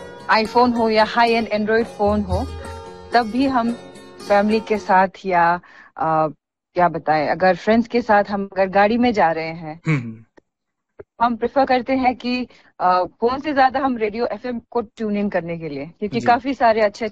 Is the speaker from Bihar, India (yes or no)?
no; Arunachal Pradesh, India; जैसे कि गालो ट्राइब है, निशी ट्राइब है, ऐसे बहुत विभिन्न ट्राइब्स है हमारे अरुणाचल में